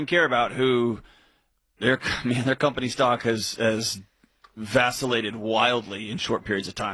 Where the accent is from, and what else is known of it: Houston, Texas, United States; born or raised there